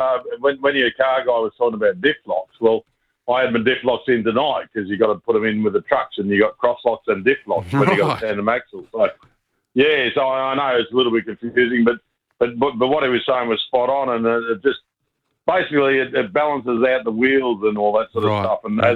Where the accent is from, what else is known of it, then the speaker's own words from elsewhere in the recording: Lilydale, Victoria, Australia; Yeah. I'm originally a Lilydale boy, mate. From out with Sam's family from up to the Italians, but I grew up with them all.